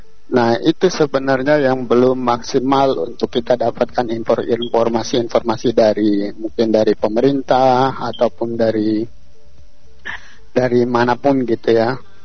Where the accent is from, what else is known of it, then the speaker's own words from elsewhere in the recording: Sumba, East Nusa Tenggara, Indonesia; jadi kita orang Sumba mengetahui lebih dulu tentang hal itu